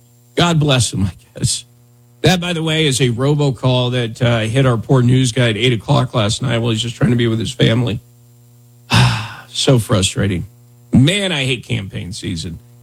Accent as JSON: {"language": "English", "region": "Wyoming", "country": "United States", "tie": "born or raised there", "said": "growing up in Wyoming"}